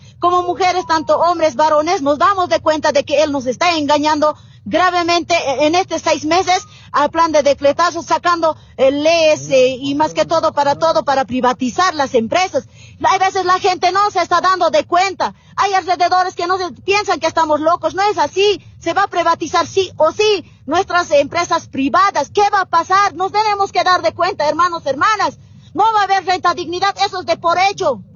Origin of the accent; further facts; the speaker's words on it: Bolivia; nosotros somos dueños, propietarios de Estado Plurinacional de Bolivia.